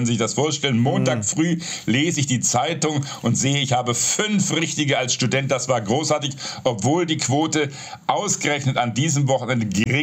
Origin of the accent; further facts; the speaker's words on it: Swabia, Germany; als Schwabe